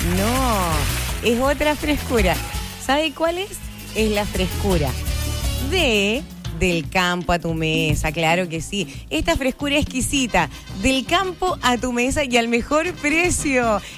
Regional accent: Chile; nosotros como chilenos tenemos que comprar neumático de otros países

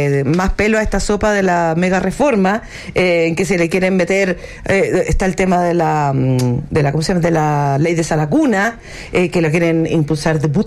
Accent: Chile; en el fondo tenemos una ansia como chilenos de que las cosas cambien

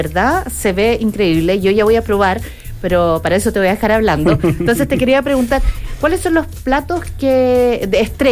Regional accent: Chile; Somos malos los chilenos

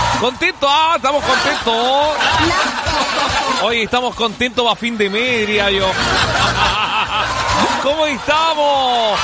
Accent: Valdivia, Los Ríos, Chile; Sí, es que yo soy de Valdivia, voy en Valdivia... Usted sabe que es una ciudad lluviosa, lluviosa, pero lluviosa.

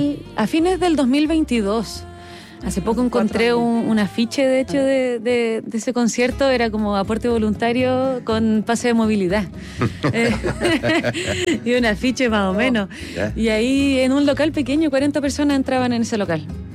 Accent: Punta Arenas, Magallanes and Chilean Antarctica, Chile; Yo que vengo de Punta Arenas

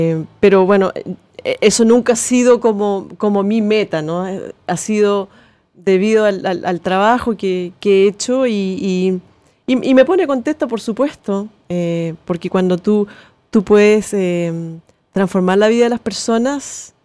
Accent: Concepción, Biobío, Chile; moved away; yo nací acá en Concepción

